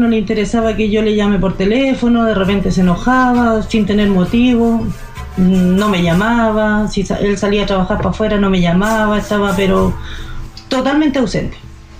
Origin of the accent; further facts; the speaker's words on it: San Bernardo, Santiago Metropolitan, Chile; Yo vengo de San Bernardo